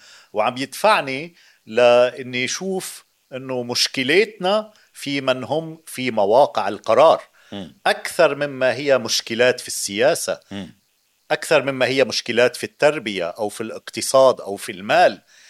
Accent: Lebanon; مصلحتنا كلبنانيين،

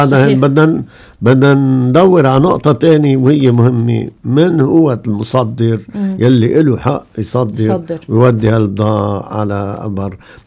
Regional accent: Lebanon

